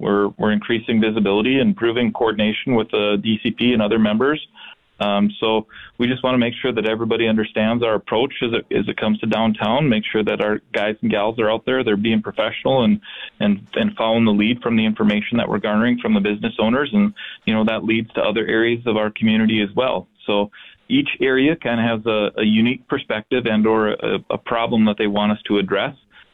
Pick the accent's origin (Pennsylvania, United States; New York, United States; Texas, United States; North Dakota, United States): North Dakota, United States; So definitely consider myself a local, kind of born and raised in North Dakota, just a small town not too far from Fargo.